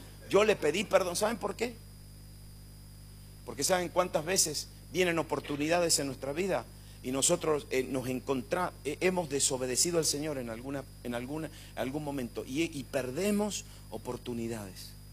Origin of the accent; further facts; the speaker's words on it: Argentina